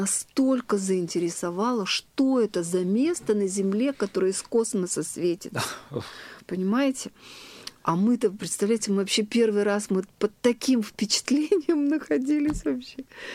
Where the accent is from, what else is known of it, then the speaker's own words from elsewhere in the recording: Yekaterinburg, Sverdlovsk Oblast, Russia; а мы из Екатеринбурга.